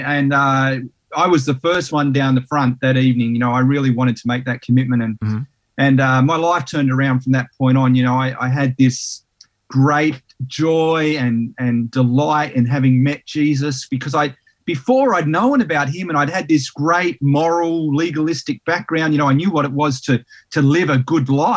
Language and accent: English; Sydney, New South Wales, Australia; also born or lived in Tasmania; I was born in Sydney in New South Wales and spent about 7 years there. Then we moved to Tassie for about 5 years, and we moved around a lot.